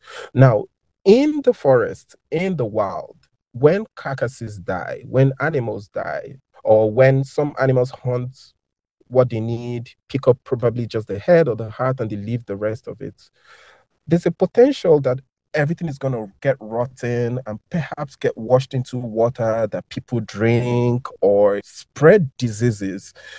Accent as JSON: {"language": "English", "region": "Lagos", "country": "Nigeria", "tie": "born or raised there", "said": "I grew up in Lagos, which is a big city"}